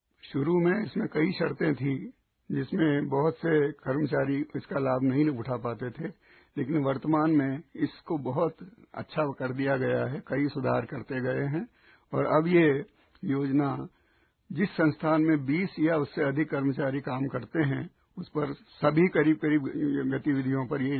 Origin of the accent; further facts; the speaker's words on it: Dhamnod, Madhya Pradesh, India; मैं मूल रूप से धामनोद जिला धार का निवासी हूँ। मेरा जन्म 1936 में हुआ, उस समय धार राज्य था।